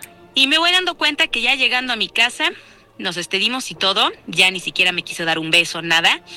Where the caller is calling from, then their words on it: Puebla, Mexico